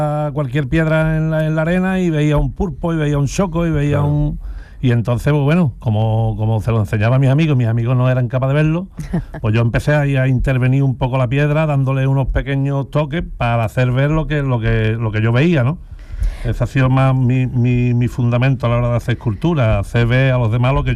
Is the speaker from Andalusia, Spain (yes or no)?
yes; San Fernando, Andalusia, Spain; yo desde pequeño, nací en San Fernando, como bien habéis dicho, en la isla